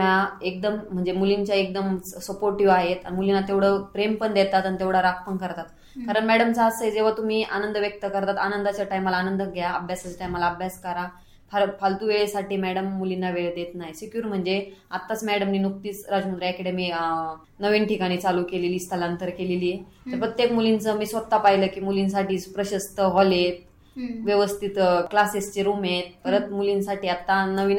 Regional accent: Maharashtra, India; बुरडगाव माझं गाव आहे, मला रोजचं 4 ते 5 किलोमीटर यावं लागायचं.

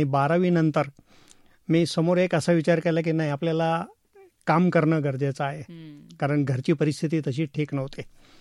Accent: Babulwade, Maharashtra, India; first language Marathi; moved away as an adult; also born or lived in Pune; now in Ahilyanagar, India; माझ्या जीवन प्रवासाची सुरुवात जी झाली ते महाराष्ट्रातील पावनभूमी बाबुळवाडे तालुका पारनेर या ठिकाणाहून झाले.

